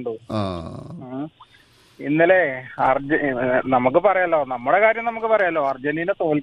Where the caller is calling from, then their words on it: Kerala, India; ഞാൻ മഞ്ചേരി അടുത്ത് തന്നെ.